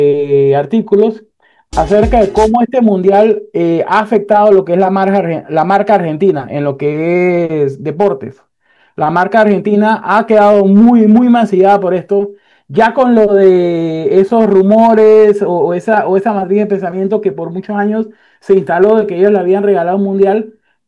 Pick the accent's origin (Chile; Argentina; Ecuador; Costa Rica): Costa Rica; Yo que soy costarricense